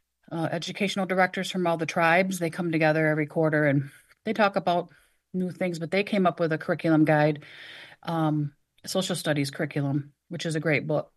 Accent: Mount Pleasant, Michigan, United States; I'm from the Saginaw Chippewa tribe in Mount Pleasant.

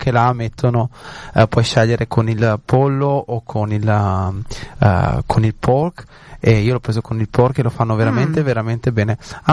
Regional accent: Veneto, Italy; Noi che siamo veneti

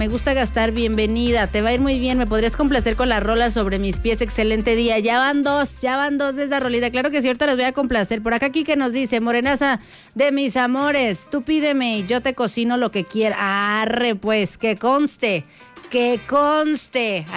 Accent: San Juan del Río, Mexico; porque tengo la piel canela. Y soy de San Juan del Río, cariño. Soy de San Juan del Río. De por allá vengo, plebe. De por allá. Orgullosamente sanjuanense.

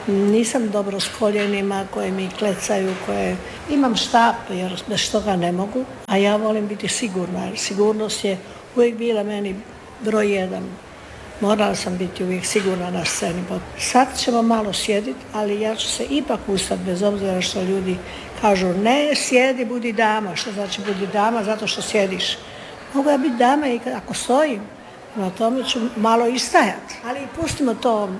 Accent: Dubrovnik, Dubrovnik-Neretva County, Croatia; born or raised there

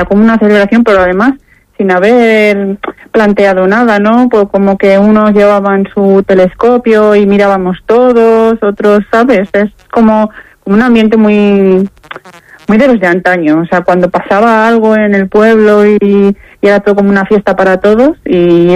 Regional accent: Castile and León, Spain; moved away; en mi pueblo, en León

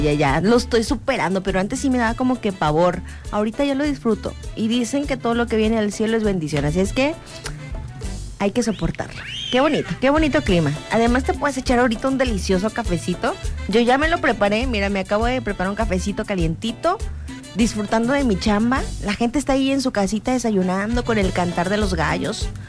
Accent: Hermosillo, Sonora, Mexico; Yo soy originario de Hermosillo, mira, pero me vine a vivir unos días a Tehuacán por cuestiones de trabajo. Y la verdad sí extraño el desierto.

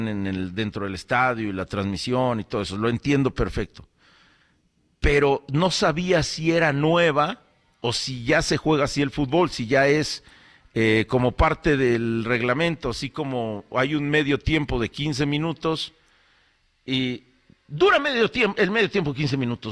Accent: Mexico; Y pues sí, todos somos mexicanos y me dio mucho gusto ver que ganaron.

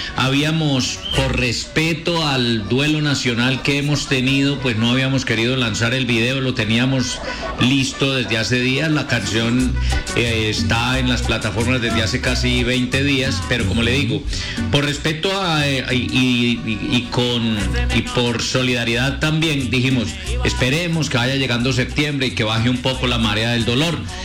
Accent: Antioquia, Colombia; de Colombia, de mi país, de mi tierra paisa, de Colombia en general

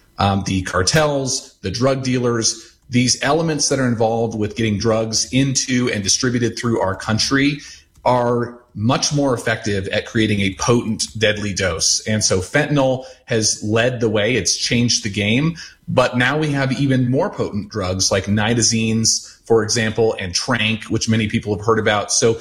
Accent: Colorado, United States; I'm from Colorado

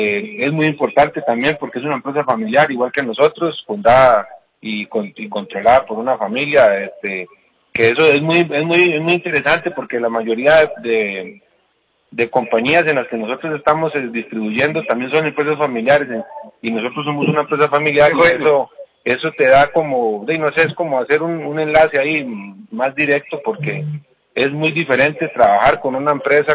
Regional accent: Costa Rica; eso es algo que tenemos nosotros como costarricenses

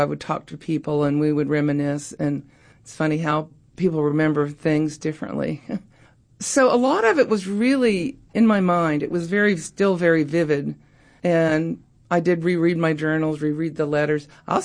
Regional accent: Oak Ridge, Tennessee, United States; born or raised there

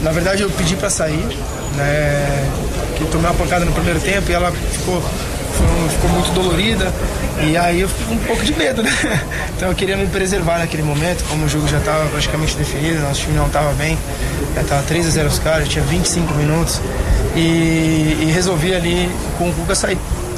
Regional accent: Brazil; Cara, eu sou brasileiro como você também é, né?

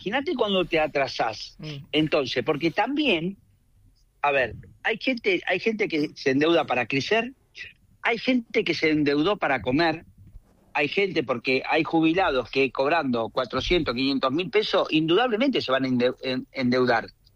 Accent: Argentina

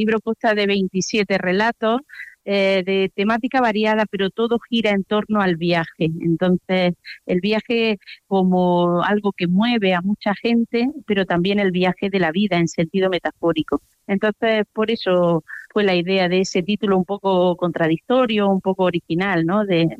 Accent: Alcudia de Guadix, Andalusia, Spain; moved away; Yo soy de Alcudia

